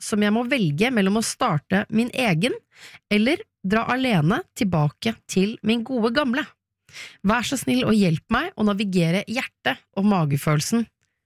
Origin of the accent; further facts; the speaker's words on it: Oslo, Norway; jeg er jo født og oppvokst I Oslo, gjorde det enkelt, fant meg fyr fra Oslo